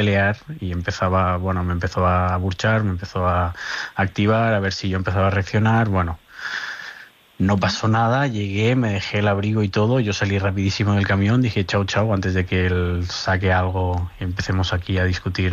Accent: Barcelona, Catalonia, Spain; Barcelona, catalán.

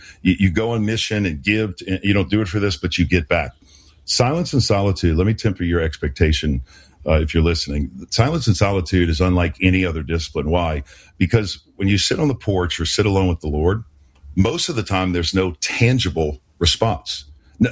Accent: New Orleans, Louisiana, United States; born or raised there

